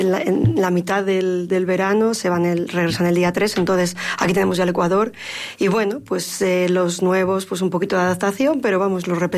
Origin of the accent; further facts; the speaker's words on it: Castile and León, Spain; Pues como muy orgullosa que soy, pues de que soy corralina y que mi pueblo